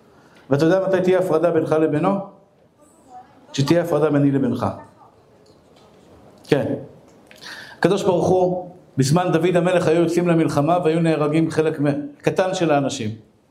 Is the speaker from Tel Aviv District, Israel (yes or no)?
yes; Bnei Brak, Tel Aviv District, Israel; אני דוס מבני ברק, אני חרדי.